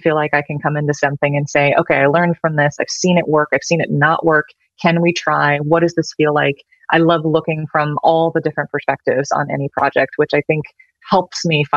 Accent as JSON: {"language": "English", "region": "Indiana", "country": "United States", "tie": "born or raised there", "moved": "as an adult"}